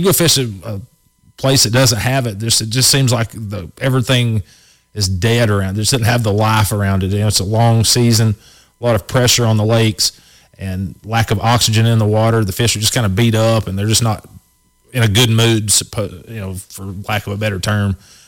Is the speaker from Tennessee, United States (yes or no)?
yes; Tennessee, United States; me growing up on Watts Bar